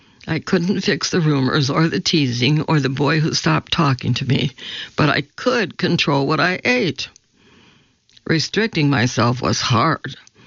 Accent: Roanoke, Virginia, United States; born or raised there

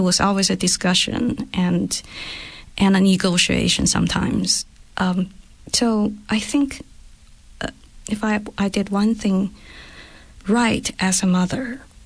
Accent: China; So I grew up in China, and for instance, when I was little, all the adults would say, since you're a child, you have no right to decide who you want to be or what you want to do.

